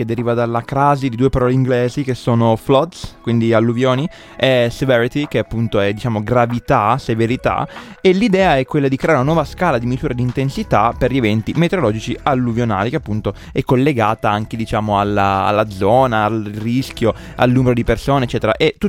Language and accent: Italian; Campania, Italy; born there; accent: Neapolitan; abbiamo detto con due pronunce napoletane terribili, cioè siamo entrambi originari più o meno della zona, abbiamo usato entrambi due pronunce terrificanti